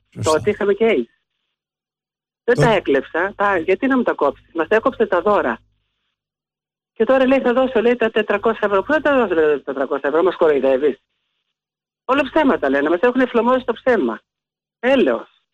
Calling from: Nea Ionia, Attica, Greece; Είμαι από Νέα Ιωνία.

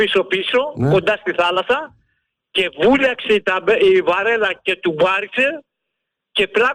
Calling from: Nikaia, Attica, Greece; Στην Αθήνα από την Νίκαια.

